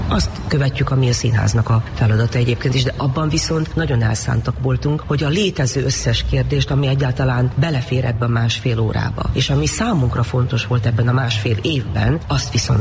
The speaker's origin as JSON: {"language": "Hungarian", "region": "Vojvodina", "country": "Serbia", "moved": "yes", "lives_now": "Hungary", "said": "mert vajdasági származású vagyok, de közel 40 éve élek Magyarországon"}